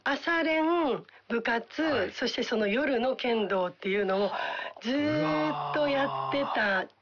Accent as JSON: {"language": "Japanese", "region": "Shiga", "country": "Japan", "tie": "born or raised there", "said": "地元の滋賀県の少年団"}